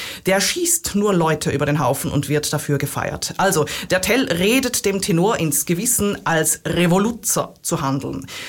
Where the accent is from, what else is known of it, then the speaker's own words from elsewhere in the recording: Zurich, Switzerland; accent: Swiss; Ich bin aus Zürich.